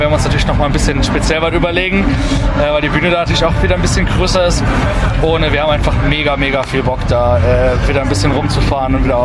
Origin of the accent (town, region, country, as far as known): Saarland, Germany